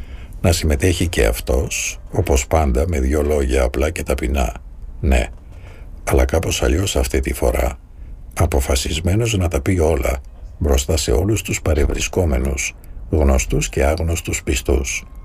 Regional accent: Kalamata, Peloponnese, Greece; στον κόσμο που ζω, στην πόλη μου την Καλαμάτα, τα προβλήματα πάνε και έρχονται.

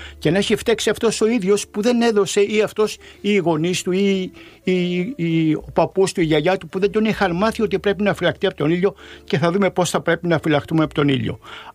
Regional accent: Piraeus, Attica, Greece; Είναι ιδιαίτερη χαρά για μένα, γιατί ξέρετε πόσο αγαπώ το σταθμό και πόσο αγαπώ τον Πειραιά. Είμαι Πειραιώτης γέννημα θρέμα.

